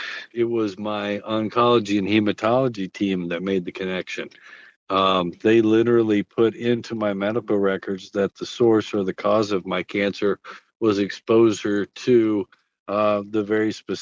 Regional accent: Red Oak, Iowa, United States; I am from Red Oak, Iowa, and I am a healthcare administrator

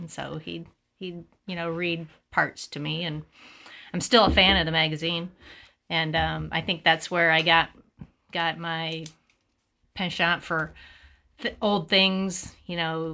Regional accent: Geneseo, Illinois, United States; also born or lived in Peoria; Geneseo, Illinois. I was born in Peoria.

